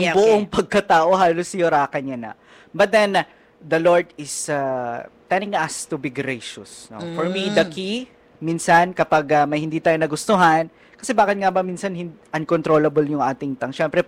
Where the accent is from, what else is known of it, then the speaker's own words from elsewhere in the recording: Ilocos Region, Philippines; Halimbawa sa amin sa Pangasinan, akala ng mga tao galit na kami.